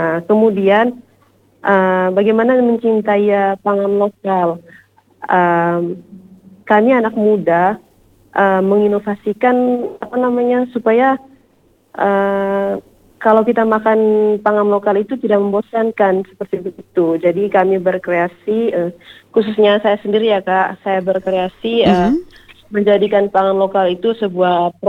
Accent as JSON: {"language": "Indonesian", "region": "East Nusa Tenggara", "country": "Indonesia", "said": "kami orang Manggarai kak, orang Manggarai Barat."}